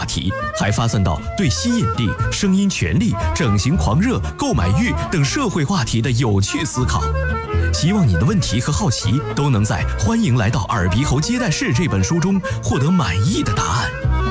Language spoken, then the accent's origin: Chinese; China; 忍受痛苦难道不是我们中国人的一贯这个习惯吗？